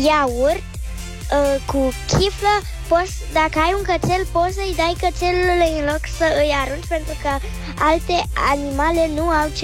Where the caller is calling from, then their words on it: Bucharest, Romania; din București și am 8 ani